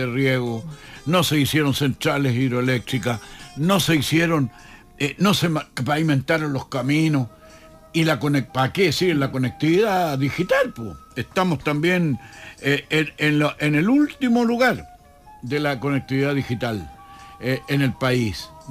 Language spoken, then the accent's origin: Spanish; Chile